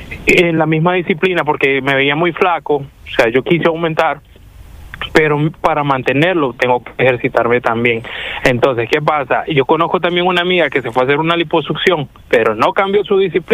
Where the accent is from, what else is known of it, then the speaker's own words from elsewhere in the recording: El Salvador; no te como arroz, soy salvadoreño, no te como pupusas